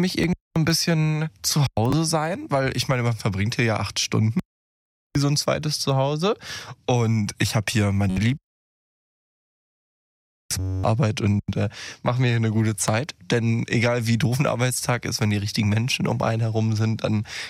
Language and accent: German; Lower Saxony, Germany; ich komme aus Niedersachsen